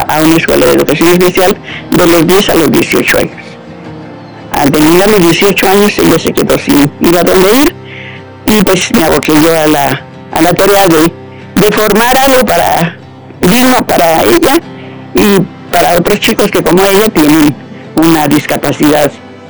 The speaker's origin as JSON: {"language": "Spanish", "town": "San Cristóbal de las Casas", "region": "Chiapas", "country": "Mexico", "also_born_or_lived": "Mexico City", "said": "Vivíamos en la Ciudad de México. Cuando yo tenía 10 años, nos regresamos a San Cristóbal. Nosotros somos de aquí de Chiapas."}